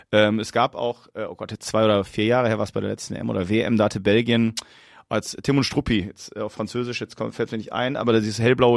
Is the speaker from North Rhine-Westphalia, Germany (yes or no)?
yes; North Rhine-Westphalia, Germany; also ich komme aus der Nähe von Duisburg